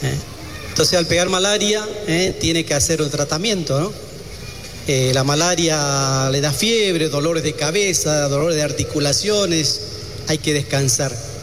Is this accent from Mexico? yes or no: no; Argentina; moved away as an adult; now in Ecuador; cuando llegué aquí a Ecuador, yo llegué hace 3 meses aquí a Ecuador, soy argentino, y estuve por allá, por otras Amazonías